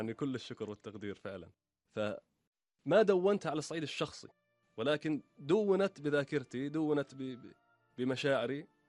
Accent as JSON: {"language": "Arabic", "country": "Kuwait", "tie": "born or raised there", "also_born_or_lived": "Jordan", "said": "أنا طبعا تخرجت من الكويت، من مدارس الكويت، وبعدين كنت أدرس بالأردن وتخرجت من هندسة الميكانيك، وطبعا كنت دائما أروح وآجي يعني من الأردن للكويت بحكم أنه أهلي هون نعم. ما بقدر أبعد عن الكويت نعم. يعني بلدي وأهلي نعم."}